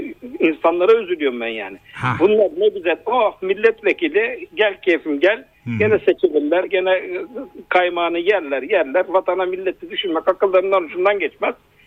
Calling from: Bursa, Turkey; Bursa'dan arıyorum abi.

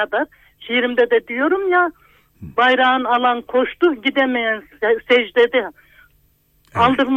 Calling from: Malatya, Turkey; Ben Malatya'dan arıyorum.

